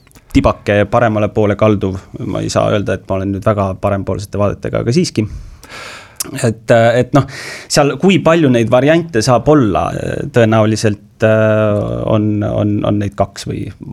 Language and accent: Estonian; Tartu, Tartu County, Estonia; Ma olen Tartu inimene, ma olen terve elu Tartus, ma olen Tartus sündinud, ma olen Tartust elanud